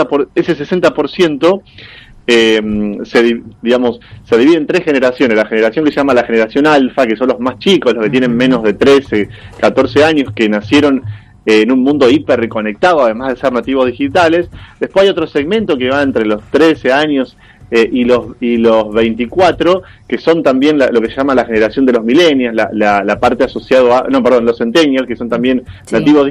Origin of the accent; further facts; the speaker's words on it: Santa Fe province, Santa Fe, Argentina; Somos una provincia joven